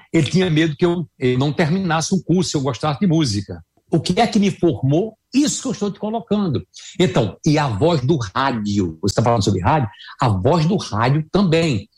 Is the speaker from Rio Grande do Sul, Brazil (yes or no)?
no; São Bento do Una, Pernambuco, Brazil; born there; moved away; also born or lived in Recife; Eu sou um cara que eu sou de São Bento do Una, Pernambuco, Agreste.